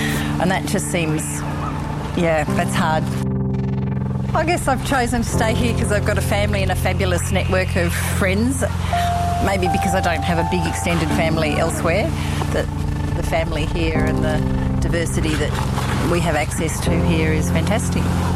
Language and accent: English; Papua New Guinea; also born or lived in Sydney, Australia; now in Australia; I was born in Sydney, but I grew up in Papua New Guinea until I went to boarding school on the Gold Coast.